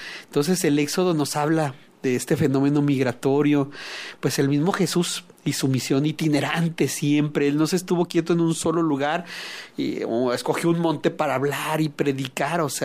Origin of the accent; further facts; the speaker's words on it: Mexico City, Mexico; now in Ciudad Juárez, Mexico; Yo soy migrante, yo vengo de la Ciudad de México, pero y Juárez, la verdad es que el 70% es migrante.